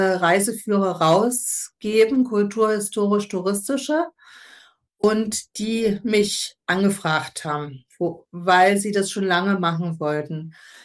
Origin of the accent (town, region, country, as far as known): Dresden, Saxony, Germany